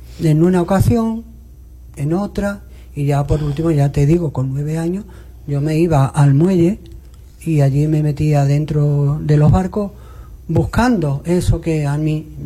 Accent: Punta Umbría, Andalusia, Spain; nací y me crié en Punta Umbría, Huelva, así que soy choquero.

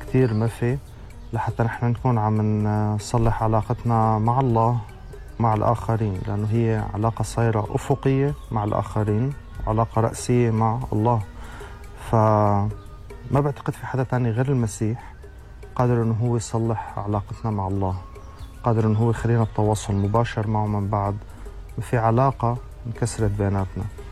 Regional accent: Syria; نحن كسوريين مرينا بألام كتير كبيرة جراء الهجرة والحرب والنزوح

